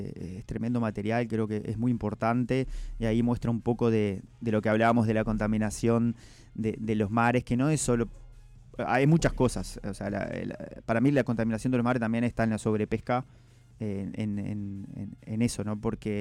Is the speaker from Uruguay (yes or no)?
yes; La Paloma, Rocha, Uruguay; como uruguayos y como palomenses, rochenses, tenemos que sentirnos privilegiados de tener la ruta de las ballenas